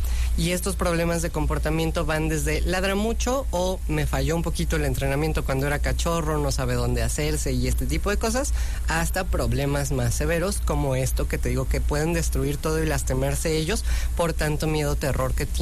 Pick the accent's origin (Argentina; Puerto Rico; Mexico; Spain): Mexico; Yo sé que somos flojos los mexicanos